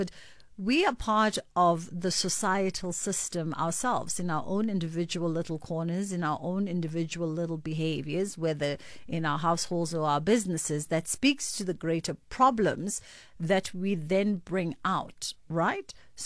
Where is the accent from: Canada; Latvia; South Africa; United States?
South Africa